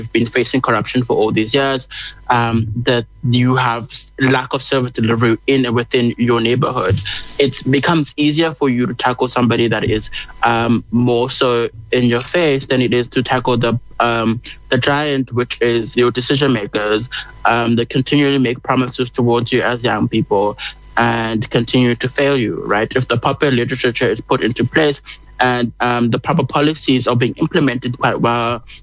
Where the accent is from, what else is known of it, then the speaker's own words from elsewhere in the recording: South Africa; As South African, as a nation, I think we need to look at how people are engaging with this topic